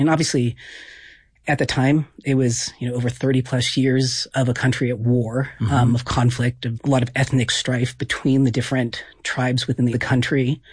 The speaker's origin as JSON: {"language": "English", "region": "Pacific Northwest", "country": "United States", "tie": "born or raised there", "said": "We moved around quite a bit. I've spent most of my life up in the Pacific Northwest, up in the Po"}